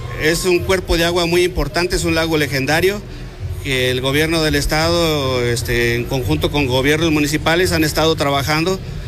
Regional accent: Pátzcuaro, Michoacán, Mexico; Y de donde yo soy, Pátzcuaro, Michoacán.

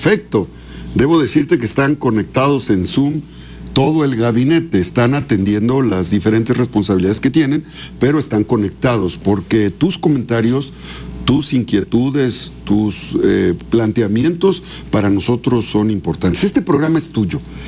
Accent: Puebla, Mexico; also born or lived in Izúcar de Matamoros / Acatzingo; yo nací en Izúcar de Matamoros, crecí en Acatzingo y en Puebla capital.

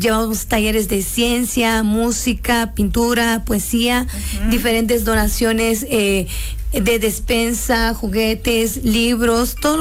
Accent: Oaxaca, Mexico; Soy de una comunidad indígena del estado de Oaxaca.

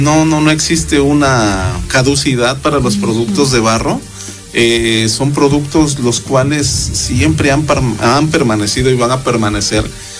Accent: Mexico; nuestro legado como mexicanos.

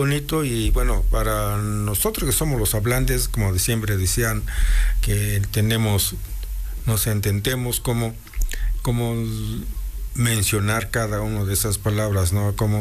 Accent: Mixteca, Mexico; first language Mixtec; Spanish is a second language; es la manera de nosotros hablamos nuestra lengua materna, tanto lo que es el mixteco, que decimos nosotros los mixtecos autodenominamos Adavi

